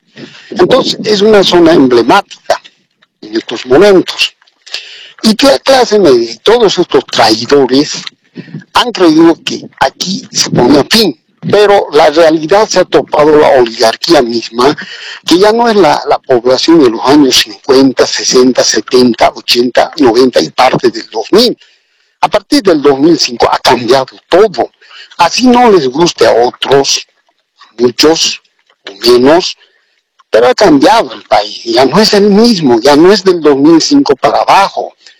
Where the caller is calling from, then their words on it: Sucre, Chuquisaca, Bolivia; le llamo de Sucre.